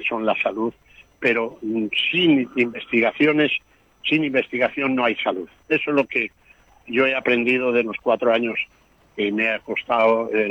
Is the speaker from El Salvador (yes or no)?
no; Spain; yo soy español, obviamente